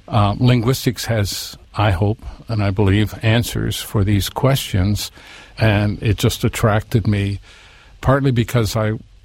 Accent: United States; I grew up on the Mexican border, and 83% of the students in my school were Spanish-speaking, and I was in the minority of English-speaking.

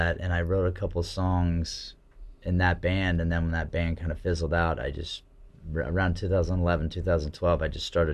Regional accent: Shawnee, Oklahoma, United States; also born or lived in Miami, Oklahoma; I am from Shawnee, Oklahoma, and I was born in Miami, Oklahoma.

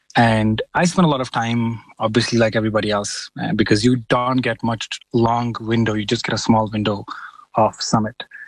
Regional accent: Jammu and Kashmir, India; English is a second language; I'm from Kashmir for context. It's a very small place. We don't know much about, we're not very much connected with the rest of the world.

